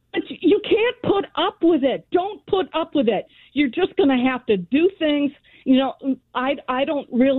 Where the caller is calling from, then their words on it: Ohio, United States; Now, I know I'm calling from Ohio. OK, maybe I don't have a skin in this game, but I listen to you guys every single night